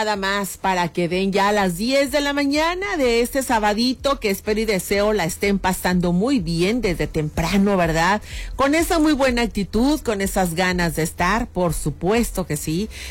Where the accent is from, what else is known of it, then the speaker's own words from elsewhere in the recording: Mexico; porque somos mexicanos